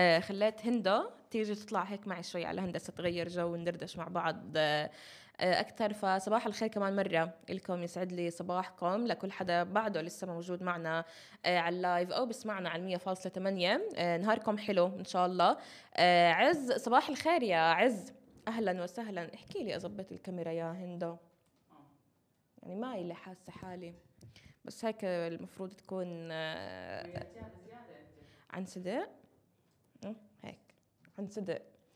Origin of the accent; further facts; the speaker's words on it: Nablus, West Bank, Palestine; accent: Nablusi; يا عمي إحنا لهجتنا غير، وبتكم تحكوا عنصرية عنصرية، إحنا غير، إحنا لهجتنا كل شيء عنا غير، كل إشي بنابلس عنا غير.